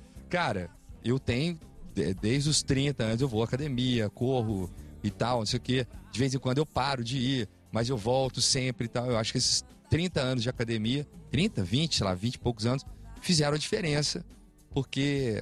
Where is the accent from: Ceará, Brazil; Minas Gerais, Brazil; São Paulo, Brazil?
Minas Gerais, Brazil; Alfenas